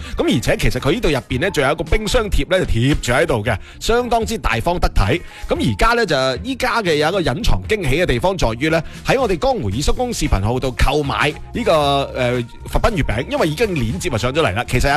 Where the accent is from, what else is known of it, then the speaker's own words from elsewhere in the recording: Foshan, Guangdong, China; 对于我哋佛山人嚟讲咧